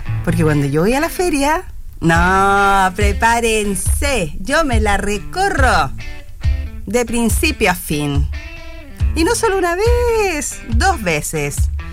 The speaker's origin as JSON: {"language": "Spanish", "town": "Santiago", "region": "Santiago Metropolitan Region", "country": "Chile", "tie": "born or raised there", "said": "como yo viví y nací en Santiago"}